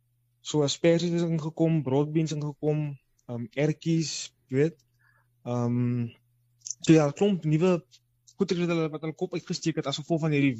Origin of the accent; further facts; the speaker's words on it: Klein Mosselbaai, Western Cape, South Africa; moved away as an adult; now in Stellenbosch, South Africa; Ek het getrek uit Klein Mosselbaai hier in tot in Stellenbosch.